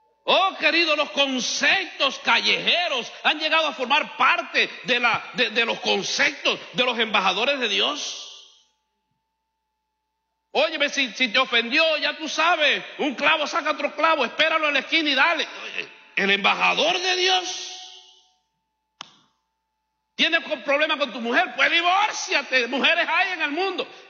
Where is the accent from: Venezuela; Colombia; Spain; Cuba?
Cuba; now in United States